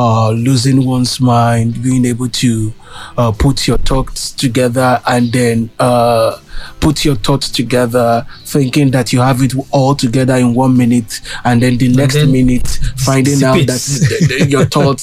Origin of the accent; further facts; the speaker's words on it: Nigeria; first as an individual, and then as a Nigerian, then as an African, as a global citizen